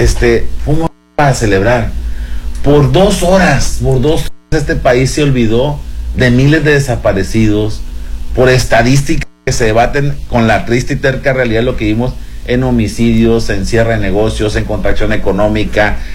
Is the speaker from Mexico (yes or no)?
yes; Mexico; como somos mexicanos, la festividad, el festejo, etcétera